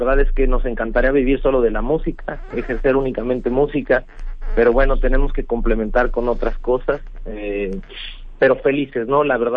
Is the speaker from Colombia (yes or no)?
no; Mexico City, Mexico; como buen chilango y mexicano